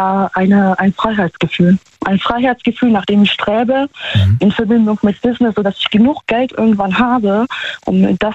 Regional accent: Poland; Ich komme auch aus Polen, ich bin jetzt auch nicht Gold geboren, sage ich jetzt mal.

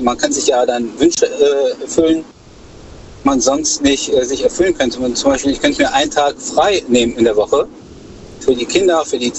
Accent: Düsseldorf, North Rhine-Westphalia, Germany; Nee, ich komme aus Düsseldorf.

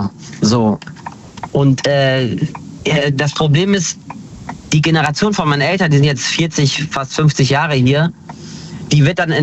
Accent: Hanover, Lower Saxony, Germany; Ich bin aus Hannover.

